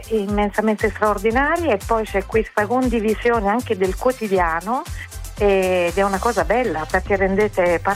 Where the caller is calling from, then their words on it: Paterno, Basilicata, Italy; Dalla Basilicata, da Paterno in provincia di Potenza.